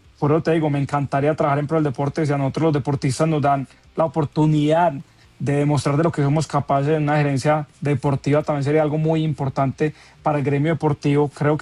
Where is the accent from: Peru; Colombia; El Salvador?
Colombia; lo que somos capaces los colombianos.